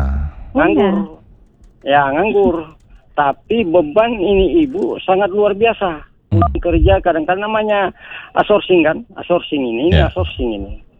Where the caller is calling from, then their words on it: Palu, Central Sulawesi, Indonesia; Saya dari Palu sependapat sama Ibu sebagai narasumber.